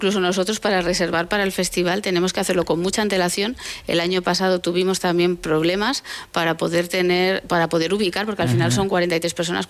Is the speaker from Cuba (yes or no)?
no; Aragon, Spain; now in Barbastro, Spain; que yo vivo en Barbastro, pero procedo de la Ribagorza, de esos pequeños pueblos, de esas casas que te he comentado